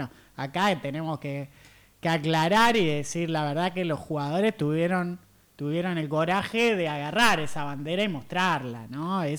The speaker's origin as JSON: {"language": "Spanish", "country": "Argentina", "said": "nos representa como argentinos"}